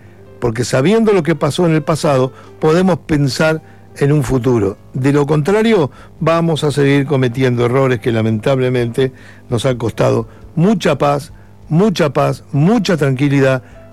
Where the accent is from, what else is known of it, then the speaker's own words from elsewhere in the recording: Uruguay; born there; moved away; ¿Tú no sos uruguayo? Sí.